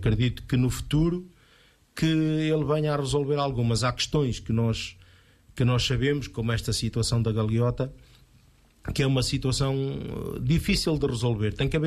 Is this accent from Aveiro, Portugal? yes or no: yes; Gafanha, Aveiro, Portugal; nós gafanhões